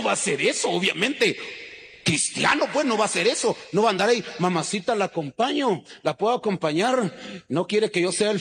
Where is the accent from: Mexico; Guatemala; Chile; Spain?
Guatemala; Es como cuando decimos soy chapín